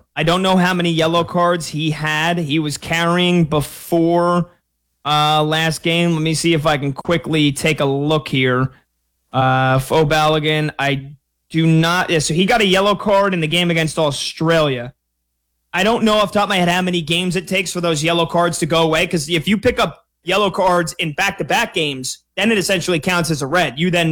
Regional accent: United States; as an American that roots for Team USA

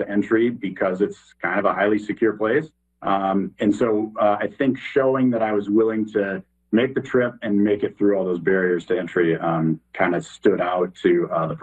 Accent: Stoughton, Wisconsin, United States; I'm from Stoughton, and so I was able to speak like the quote-unquote Stoughton language

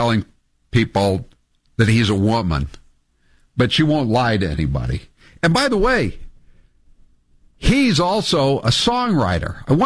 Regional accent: Farmington, Maine, United States; from Farmington, Maine, by the way.

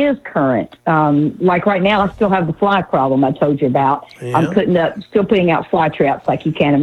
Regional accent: Birmingham, Alabama, United States; I grew up in Birmingham, and we had a carport, and they drilled all the time.

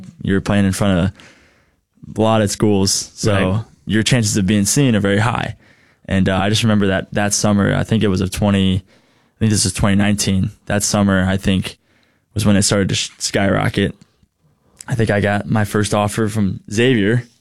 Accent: Ellicott City, Maryland, United States; I'm from Baltimore, Maryland.

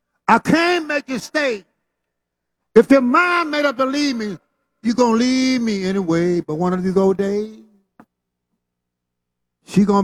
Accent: Mississippi, United States; Yeah, get in the sun. You know, we're from Mississippi. It ain't hot to us.

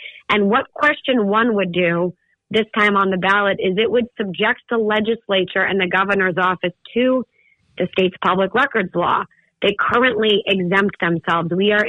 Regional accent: Methuen, Massachusetts, United States; Massachusetts is my home state. I was born and raised in the Merrimack Valley area in the great city of Methuen. Yes, that's a place in Massachusetts, everybody. It is up on the New Hampshire border. and it's my hometown

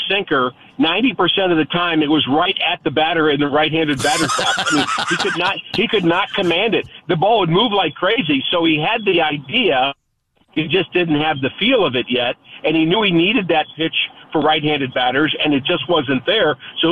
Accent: New York, United States; I grew up in New York

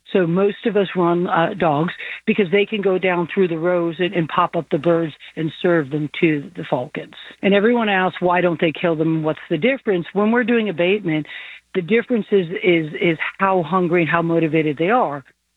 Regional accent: New York, United States; I'm a girl from New York.

